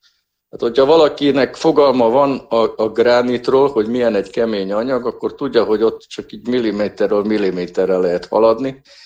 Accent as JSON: {"language": "Hungarian", "country": "Ukraine", "said": "én is egy kisebbségi magyar vagyok Ukrajnában"}